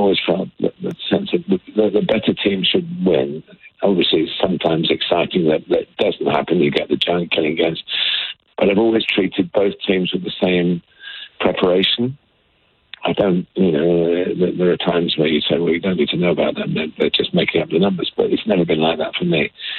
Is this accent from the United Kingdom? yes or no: yes; England, United Kingdom; And of course, I am English